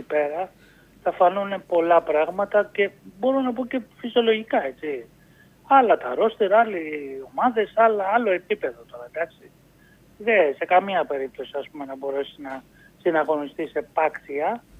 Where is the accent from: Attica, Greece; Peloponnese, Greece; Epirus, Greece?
Attica, Greece; Aigaleo; born there; Εγώ γεννήθηκα στο Εγάλαιο.